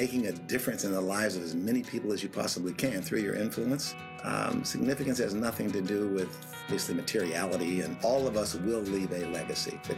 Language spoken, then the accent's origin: English; Pittsburgh, Pennsylvania, United States; And so I grew up there in Pittsburgh, a paper boy from Paulson Avenue in Pittsburgh, Pennsylvania.